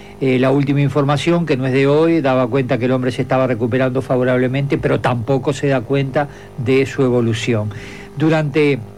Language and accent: Spanish; Gregorio Aznárez, Maldonado, Uruguay; Yo soy de Gregorio Aznares con mucho orgullo.